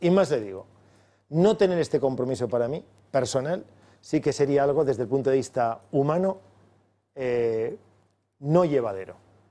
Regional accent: Valencian Community, Spain; Es lo más hermoso desde el punto de vista de la noble tarea de la política que como valenciano se puede ser.

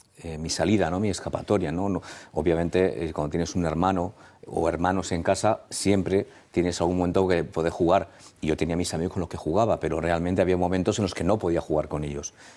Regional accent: Madrid, Community of Madrid, Spain; born there; also born or lived in Puertollano / Gijón; mis padres decidieron salir y fuimos a Asturias, a Gijón. Y después de un año en Gijón ya volvimos para estar en Madrid.

